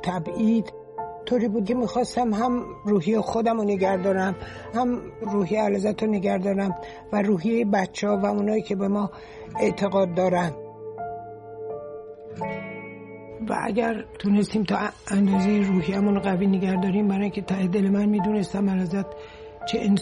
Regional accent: Iran; moved away as an adult; ما که از ایران آمدیم بیرون، خب اول قاهره رفتیم، بعد رفتیم به مراکش

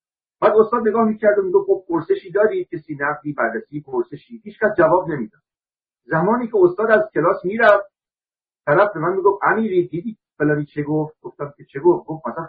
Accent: Iran; من به عنوان یک ایرانی

